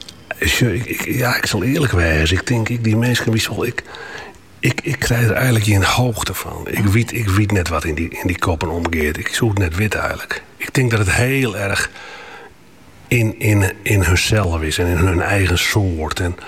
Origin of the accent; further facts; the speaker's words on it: Friesland, Netherlands; Nou, ik zei uit Friesland en Nederland.